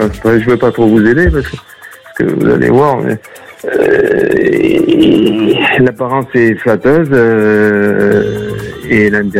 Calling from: Nouvelle-Aquitaine, France; Du bassin d'Arcachon

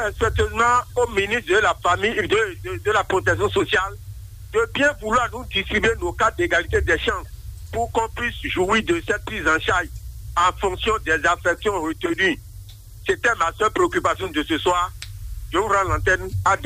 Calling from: Porto-Novo, Ouémé, Benin; je vous appelle depuis Hollanda, de Porto-Novo.

